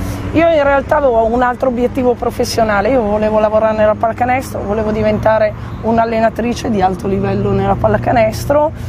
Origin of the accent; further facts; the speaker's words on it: Imperia, Liguria, Italy; Io sono di Imperia.